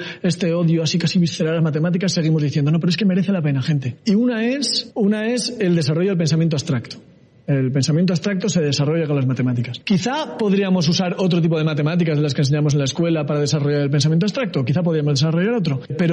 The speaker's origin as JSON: {"language": "Spanish", "town": "Logroño", "region": "La Rioja", "country": "Spain", "said": "Pero no había informática en Logroño, de donde yo soy, no había informática"}